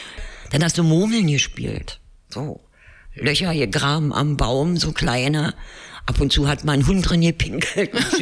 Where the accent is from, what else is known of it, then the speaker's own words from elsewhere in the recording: Berlin, Germany; Weil ich mich hier immer wohl gefühlt habe. Also ich habe es immer irgendwie als, ja, meine Heimat.